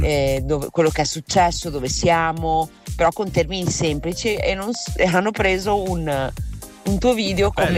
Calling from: Emilia-Romagna, Italy; da provincia di Ravenna.

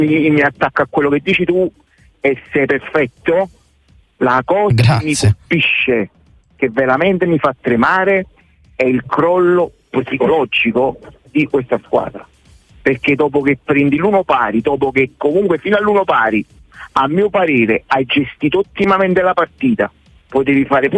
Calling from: Torre Annunziata, Campania, Italy; io sono di Torre Annunziata, quindi dovevo arrivare, è diventato un viaggio, poi uno diventa tutto, e sono vecchiotto, sono 69.

